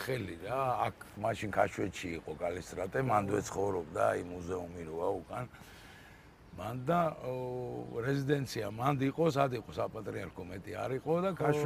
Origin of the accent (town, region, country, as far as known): Tbilisi, Georgia; born there